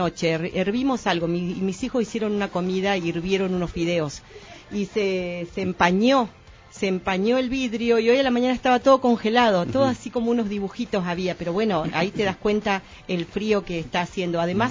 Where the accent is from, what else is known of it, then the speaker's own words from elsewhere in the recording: Perito Moreno, Santa Cruz, Argentina; La gente de mi edad, de más de 50, sabe de eso. Aquellos que se han criado y han nacido y en Perito Moreno y en Santa Cruz, sabe de eso.